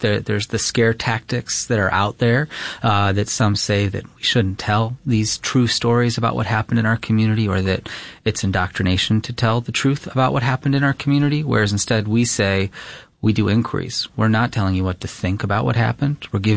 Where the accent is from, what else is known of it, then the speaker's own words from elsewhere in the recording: Webster, New York, United States; in my school growing up in Webster